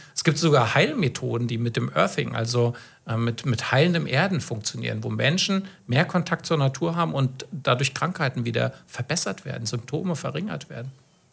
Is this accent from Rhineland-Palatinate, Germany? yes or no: no; Kassel, Hesse, Germany; born there; Ich bin gebürtig aus Kassel